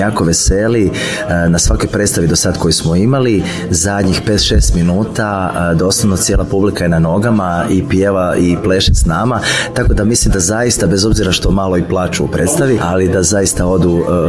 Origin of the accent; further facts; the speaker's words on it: Zagreb, City of Zagreb, Croatia; born there; ja sam kao klinac imao bend u Španskom … tamo negdje 2005. još